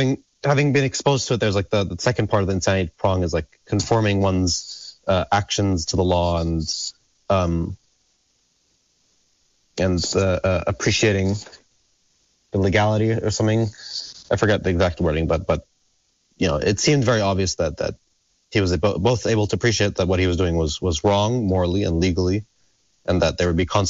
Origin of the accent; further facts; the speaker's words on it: Palestine; moved away as an adult; also born or lived in Ramallah; we grew up together in Palestine.